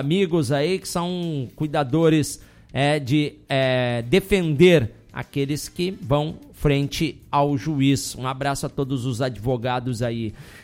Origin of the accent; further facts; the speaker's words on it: Frederico Westphalen, Rio Grande do Sul, Brazil; Frederico Westphalen, que é a minha cidade natal